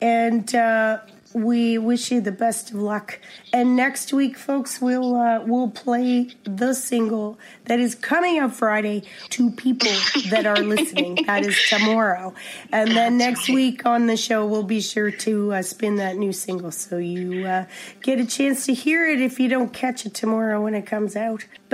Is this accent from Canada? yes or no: yes; Cape Breton, Nova Scotia, Canada; You do a lot of, I'm from Cape Breton, so I love me a benefit, you know?